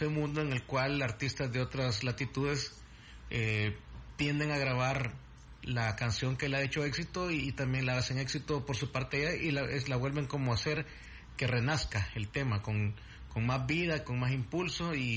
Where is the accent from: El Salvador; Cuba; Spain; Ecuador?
El Salvador; Yo siempre he tenido fe en mi país, por eso nunca me he ido de acá.